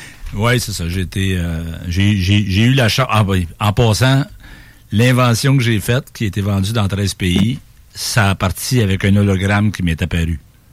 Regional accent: Sherrington, Quebec, Canada; Quand j'étais jeune, je vivais à Sherrington, ouais. Dans le Racontant, un petit rang perdu, là, où, c'est quasiment un village

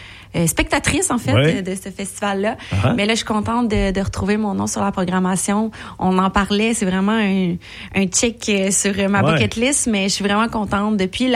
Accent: Sherbrooke, Quebec, Canada; Moi, je suis de Sherbrooke.

